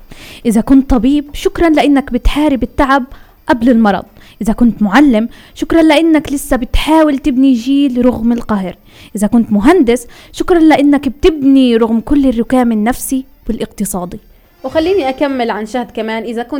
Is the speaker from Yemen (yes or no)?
no; Palestine; احنا فلسطينية